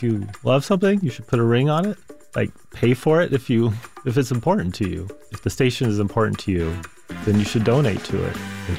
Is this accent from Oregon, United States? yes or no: no; the Valley, Arizona, United States; since I'm from the Valley.